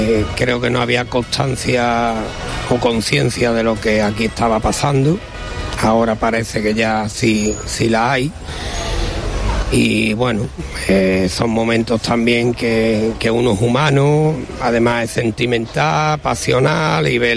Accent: Gerena, Andalusia, Spain

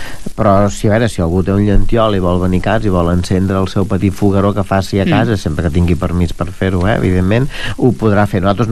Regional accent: Pineda de Mar, Catalonia, Spain; que em vaig criar a Pineda en els primers anys, i jo recordo de jovenet anar a és una institució a Pineda, no?

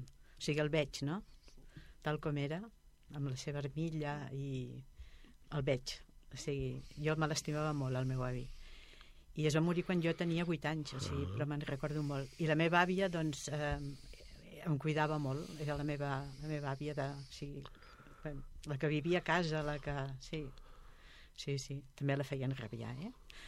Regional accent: Cunit, Catalonia, Spain; Cunit és una gran ciutat avui en dia. Hi ha molta gent. Jo visc aquí al centre del poble i aleshores encara tota la gent que viu per aquí a prop meu encara són gent del poble que ens coneixem, ens saludem, ens diem bon dia

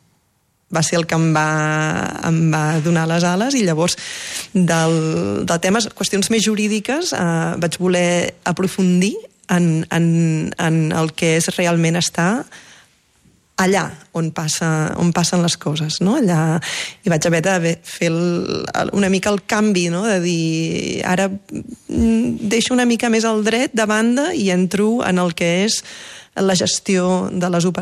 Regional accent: Girona, Catalonia, Spain; born there; moved away; also born or lived in Barcelona; Vaig créixer a Barcelona i, sí. I vaig créixer a Girona.

